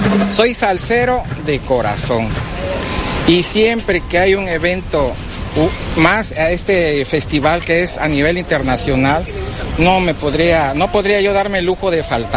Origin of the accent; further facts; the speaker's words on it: Veracruz, Mexico; yo sí soy de aquí, de Veracruz Puerto, la Colonia México, más o menos para que tengan una idea, de Pino Suárez y Montesina, por donde está el puente Choco de Jiménez, por ahí vivo.